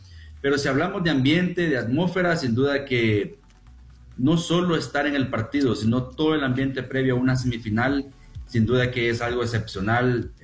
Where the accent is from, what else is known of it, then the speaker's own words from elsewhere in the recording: Santa Ana, El Salvador; Bueno, como soy de Santa Ana, yo entreno en las canchas del la ex Finca Modelo, creo que ustedes se van a ubicar, exacto. Salvadoreño.